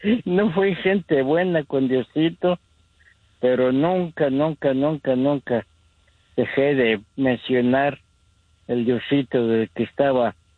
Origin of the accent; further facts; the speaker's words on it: Oaxaca, Mexico; moved away; Yo soy de México, de Oaxaca.